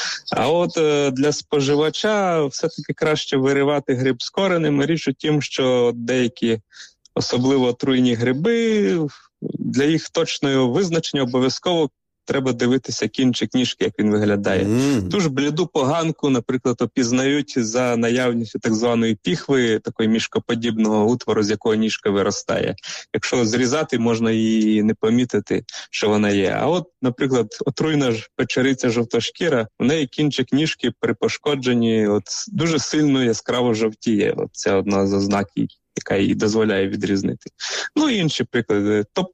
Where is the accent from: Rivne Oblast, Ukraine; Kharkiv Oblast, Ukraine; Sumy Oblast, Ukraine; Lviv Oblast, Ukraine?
Rivne Oblast, Ukraine; я сам із Рівненської області, із села, у нас там всі кращі грибники